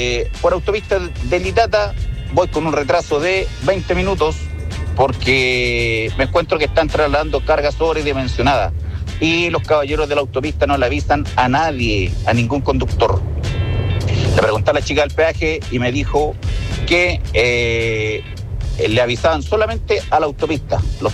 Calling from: Concepción, Biobío, Chile; Yo voy viajando en este minuto desde Concepción hacia Chillán

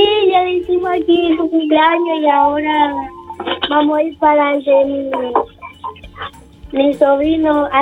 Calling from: Arauco, Biobío, Chile; Caleta Ico.

